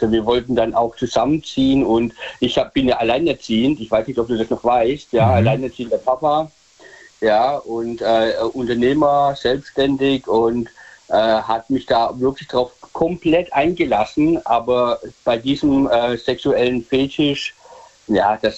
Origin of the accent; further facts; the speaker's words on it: Michelstadt, Hesse, Germany; Ja, aus Michelstadt, Hessen.